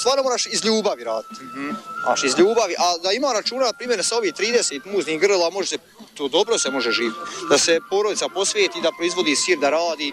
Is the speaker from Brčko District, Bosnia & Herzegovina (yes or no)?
no; Sladna, Federation of Bosnia and Herzegovina, Bosnia & Herzegovina; Iz Sladne sam ja, iz Obrbašića.